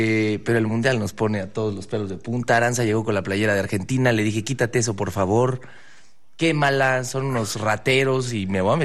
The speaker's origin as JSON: {"language": "Spanish", "country": "Mexico", "said": "lo digo como mexicano"}